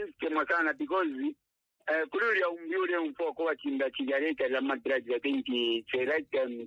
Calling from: Kabwe, Central Province, Zambia; I'm calling you from Kapiri. But I stay in Kabwe. I'm just in Kapiri, for a visit.

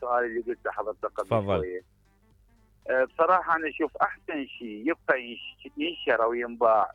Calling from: Baghdad, Baghdad Governorate, Iraq; من بغداد.

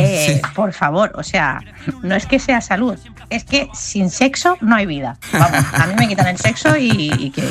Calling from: Valencia, Valencian Community, Spain; de Valencia, ¿qué tal?

